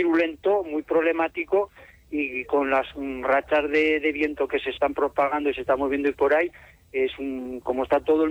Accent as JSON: {"language": "Spanish", "town": "Luesia", "region": "Aragon", "country": "Spain"}